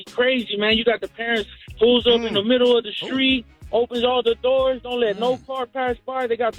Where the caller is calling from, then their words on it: Compton, California, United States; I'm calling from Compton.